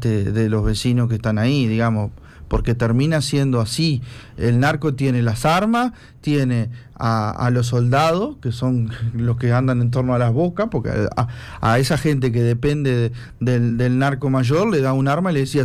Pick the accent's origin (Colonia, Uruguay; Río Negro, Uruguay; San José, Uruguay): Colonia, Uruguay; soy de Colonia.